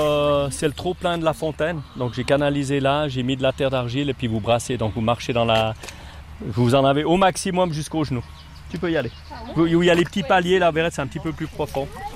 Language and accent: French; Fribourg, Switzerland; en tant que fribourgeois